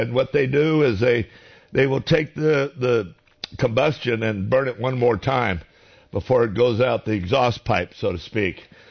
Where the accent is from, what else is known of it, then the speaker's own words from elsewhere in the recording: California, United States; I grew up in Northern California. My father ran a sawmill in Ukiah, and we ran a great vineyard and pear orchard, as well as my father was a millwright for a big mill up there.